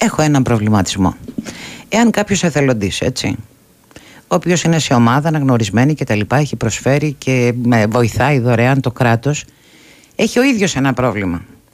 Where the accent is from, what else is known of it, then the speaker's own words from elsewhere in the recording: Greece; Ως Έλληνες